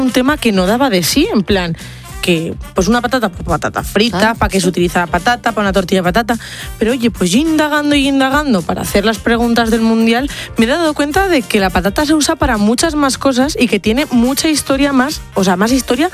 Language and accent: Spanish; Burgos, Castile and León, Spain; moved away